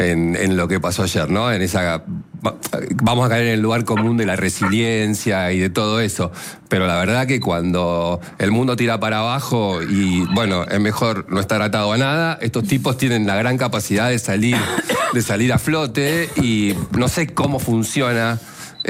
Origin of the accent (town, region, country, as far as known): Argentina